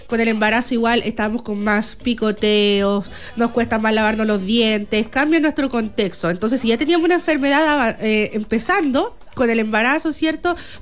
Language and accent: Spanish; Chile